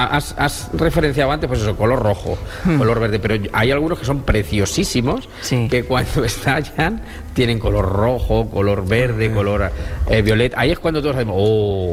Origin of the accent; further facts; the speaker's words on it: Fernán Caballero, Castilla-La Mancha, Spain; Lo tuve que tirar el año pasado porque fui pregonero de mi pueblo, de Fernán Caballero